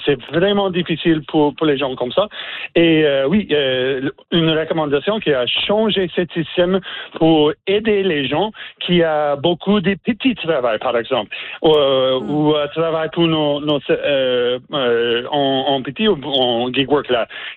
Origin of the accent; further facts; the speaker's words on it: Newfoundland and Labrador, Canada; Par exemple, chez nous, en Terre-Neuve et Labrador, ça fait plus de problèmes cette année.